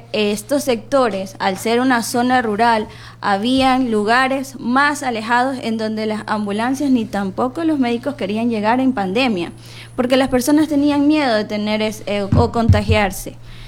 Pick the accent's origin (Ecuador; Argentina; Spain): Ecuador; Machala, El Oro; moved away as an adult; now in El Guabo, Ecuador; Yo soy nativa de la ciudad de Machala, ¿ya? Pero tengo años trabajando en el sector rural específicamente, en el Cantón El Guabo desde el 2010.